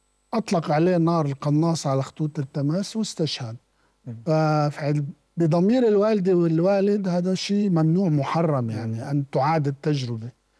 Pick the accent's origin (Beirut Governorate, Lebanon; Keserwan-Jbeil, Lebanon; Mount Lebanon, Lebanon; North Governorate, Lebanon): Beirut Governorate, Lebanon; Beirut; also born or lived in Kuwait; انتقلنا من الكويت ببداية طفولتي يعني لحد الست سبع سنين، وثم عاد من الكويت وسكن في بيروت. يعني نحن لم نسكن بصورة مستمرة في جنوب لبنان.